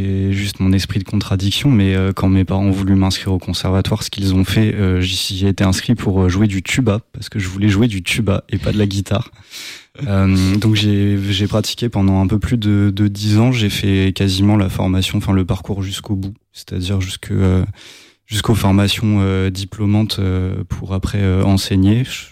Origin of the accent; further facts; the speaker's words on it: Gennevilliers, Île-de-France, France; moi j'ai grandi à Gennevilliers en fait, donc banlieue nord parisienne.